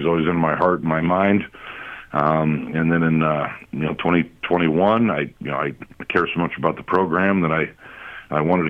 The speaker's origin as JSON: {"language": "English", "town": "Yankton", "region": "South Dakota", "country": "United States", "moved": "yes", "said": "And I'm from Yankton originally."}